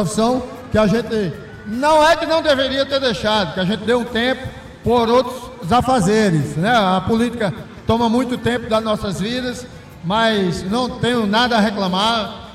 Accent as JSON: {"language": "Portuguese", "town": "Cabedelo", "region": "Paraíba", "country": "Brazil", "tie": "born or raised there", "said": "Estive secretário de esporte durante 13 anos na minha cidade natal, né, Cabedelo, que eu amo de paixão."}